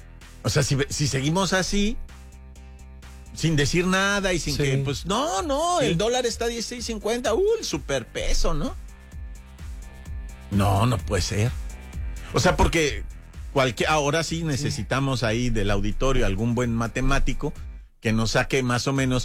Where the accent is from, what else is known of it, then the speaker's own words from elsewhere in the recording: Mexico; No entendemos qué es lo que ocurre en nuestro país